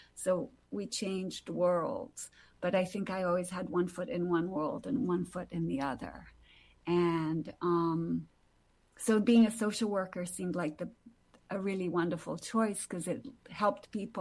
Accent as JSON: {"language": "English", "country": "Brazil", "tie": "born or raised there", "said": "I think growing up in Brazil, which is a country full of inequalities, the stark"}